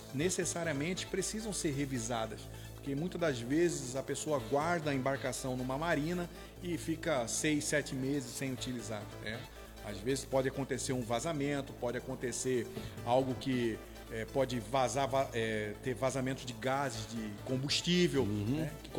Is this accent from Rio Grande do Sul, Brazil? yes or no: no; Corumbá, Mato Grosso do Sul, Brazil; now in Cabo Frio, Brazil; sou da cidade de Corumbá, Mato Grosso do Sul, nascido e criado lá no Pantanal Mato Grossense.